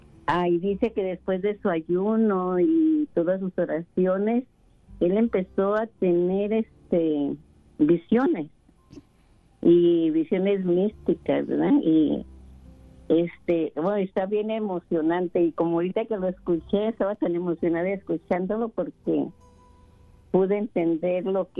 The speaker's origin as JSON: {"language": "Spanish", "town": "Whittier", "region": "California", "country": "United States", "said": "Soy de aquí"}